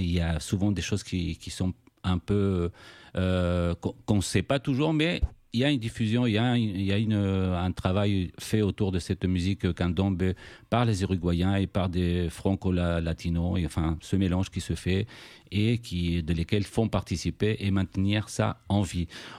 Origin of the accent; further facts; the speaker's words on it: Chile; moved away; en tant que latino-américain et chilien